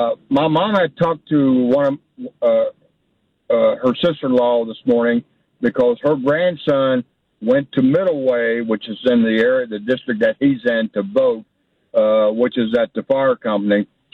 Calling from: Charles Town, West Virginia, United States; So I live in Charlestown, which is in Jefferson County, West Virginia.

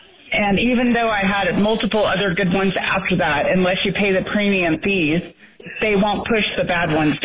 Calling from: Sonora, California, United States; I'm calling from Sonora.

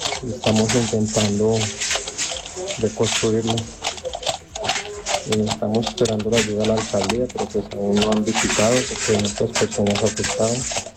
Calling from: Roldanillo, Valle del Cauca, Colombia; Soy de acá de Roldanillo, una persona afectada.

